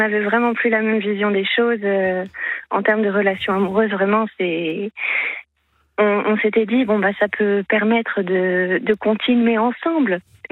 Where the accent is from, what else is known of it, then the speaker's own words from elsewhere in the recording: Lille, Hauts-de-France, France; Il m'a demandé d'où est-ce que je venais, je lui ai répondu que je venais de Lille et que j'étais venue en Blablacar.